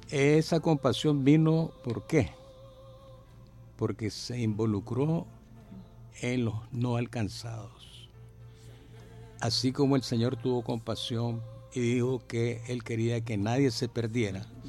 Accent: Nicaragua; nosotros como nicaragüenses

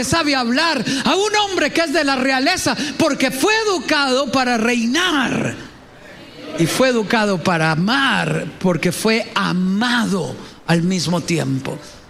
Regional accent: Cañas, Guanacaste, Costa Rica; yo soy el hijo de Toño y Adela, de Cañas, de un pueblo pequeño, de una familia pobre

